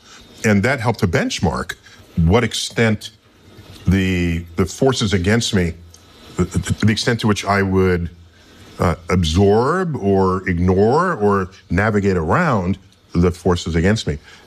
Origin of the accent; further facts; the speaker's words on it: New York City, New York, United States; And I grew up in the Bronx, so my first visit to the Hayden Planetarium, right here in Manhattan, when they dimmed the lights and the stars came out, I was like, wow.